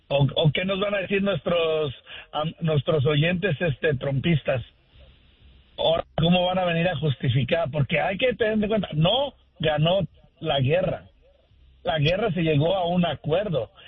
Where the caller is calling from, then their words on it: Sacramento, California, United States; Buenos días, Andreina, aquí de Sacramento.